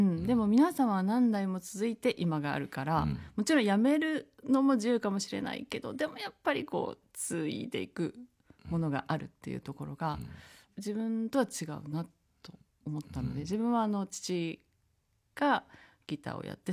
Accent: Tokyo, Japan; その井上久先生の事務所というものは、私が生まれ育った家の目と鼻の先にありまして、スープの冷めない距離です。

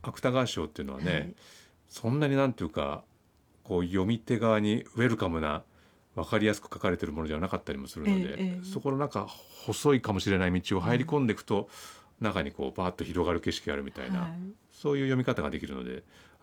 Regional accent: Higashiyamato, Tokyo, Japan; まあ、僕東京都の東大和市というところの出身なんですが、

